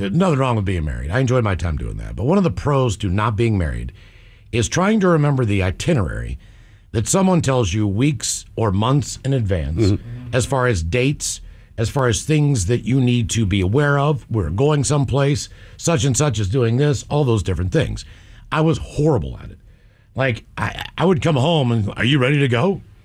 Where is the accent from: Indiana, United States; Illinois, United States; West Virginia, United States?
West Virginia, United States; Morgantown; where I grew up in Morgantown